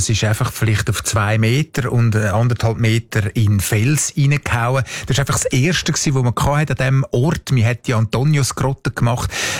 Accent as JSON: {"language": "German", "town": "Rapperswil", "region": "St. Gallen", "country": "Switzerland", "tie": "born or raised there", "said": "ich bin in Rapperswil aufgewachsen."}